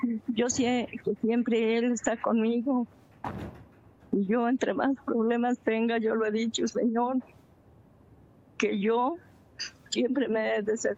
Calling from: Santo Tomás de los Plátanos, State of Mexico, Mexico; Sí, soy del Estado de México, de aquí de Nuevo Santo Tomás de los Plátanos. Yo soy de aquí del Llano.

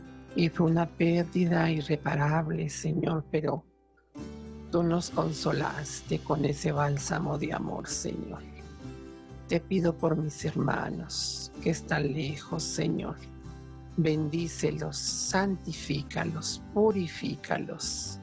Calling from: Santa Bárbara, Chihuahua, Mexico; de Santa Bárbara, Chihuahua.

